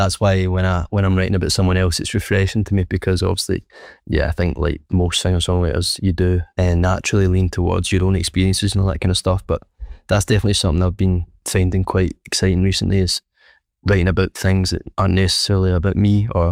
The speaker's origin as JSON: {"language": "English", "town": "Glasgow", "region": "Scotland", "country": "United Kingdom", "tie": "born there", "said": "it's kind of my hometown."}